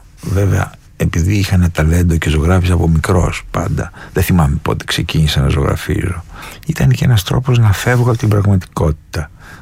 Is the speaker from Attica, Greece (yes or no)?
yes; Athens, Attica, Greece; born there; Γεννήθηκα στην Αθήνα, αλλά κατάγομαι από την Πελοπόννησο, από ένα χωριό κοντά στην Ολυμπία που λέγεται Αλφιούσα.